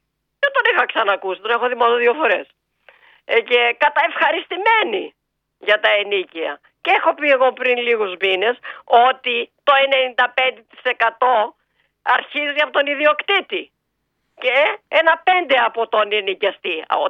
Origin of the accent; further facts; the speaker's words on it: Metsovo, Epirus, Greece; εδώ στην πατρίδα μου, στο Μέτσο